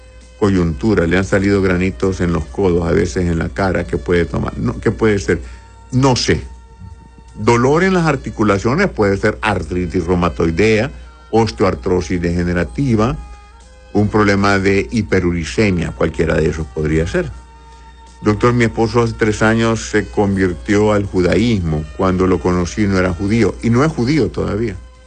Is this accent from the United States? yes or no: no; Honduras; born there; no soy ruso. Yo nací en Honduras, soy hondureño.